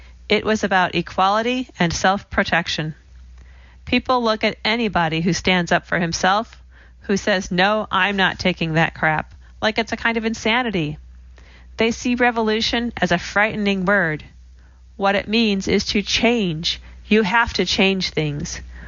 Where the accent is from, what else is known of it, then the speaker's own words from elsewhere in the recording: Chicago, Illinois, United States; Growing up in Chicago, I was engulfed in all that action.